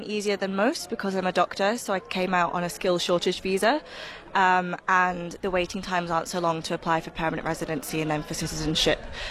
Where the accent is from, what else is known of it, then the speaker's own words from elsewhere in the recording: Dundee, Scotland, United Kingdom; moved away as an adult; now in Australia; I'm a new Australian citizen, and I'm originally from Dundee in Scotland.